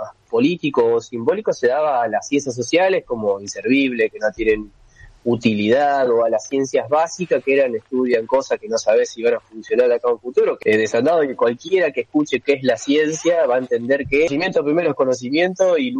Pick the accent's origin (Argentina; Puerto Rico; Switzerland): Argentina